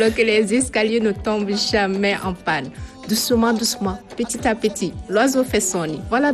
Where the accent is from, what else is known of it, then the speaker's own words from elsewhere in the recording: Chad; On est africain, on est tchadien.